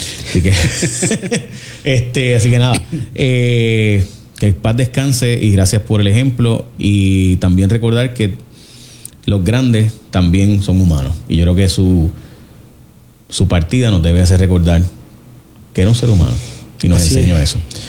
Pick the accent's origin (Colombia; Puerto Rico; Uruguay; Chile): Puerto Rico; also born or lived in Chicago; Yo nací en Chicago, para los que no saben, ¿verdad? Y mi papá se quedó viviendo en Chicago y yo me vine a Puerto Rico cuando tenía un añito, así que por eso no hablo inglés.